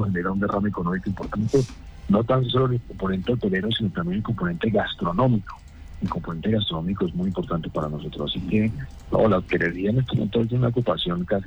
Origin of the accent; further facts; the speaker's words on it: Santander, Colombia; es una fecha muy bonita para no olvidarnos de lo que somos como humangueses y como santandereanos.